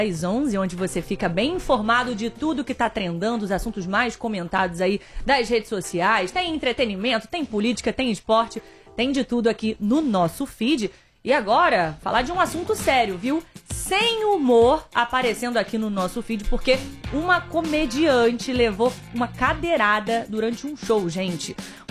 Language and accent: Portuguese; Brazil; Não, gente, somos brasileiros.